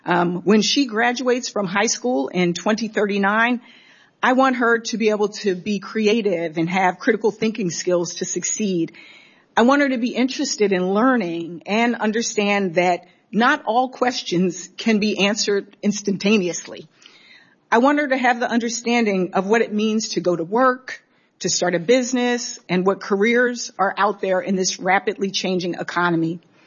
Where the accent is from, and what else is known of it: Delaware, United States; born or raised there